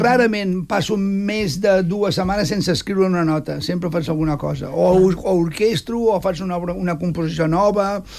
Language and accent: Catalan; Catalonia, Spain; tothom sap de que sóc català.